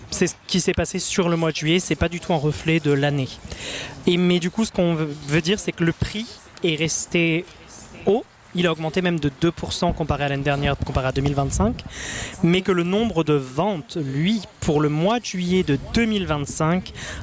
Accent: France; now in Winnipeg, Canada; je suis français, tu le sais, je te parle beaucoup de la France. J'adore partager mon temps entre la France et Winnipeg.

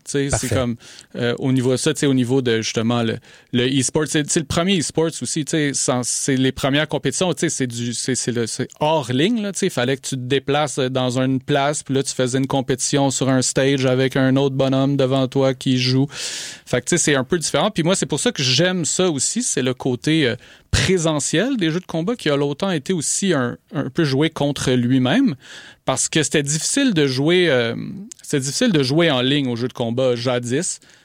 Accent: Montreal, Quebec, Canada; Alors moi, je suis né à Montréal, pur Montréalais. J'ai habité toute ma vie ici.

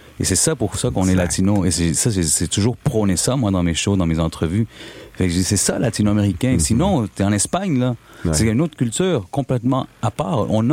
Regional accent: Montreal, Quebec, Canada; Et c'est pour ça que j'ai fait la chanson … Parce que moi, j'adore ma ville. J'ai grandi au plateau.

